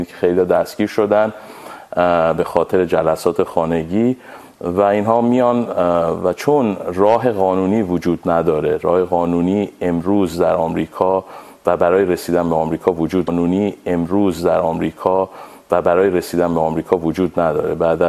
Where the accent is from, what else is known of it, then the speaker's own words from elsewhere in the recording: Iran; moved away; من به عنوان یک ایرانی با پاسپورت ایرانی وقتی وارد آمریکا به عنوان پناهنده میشم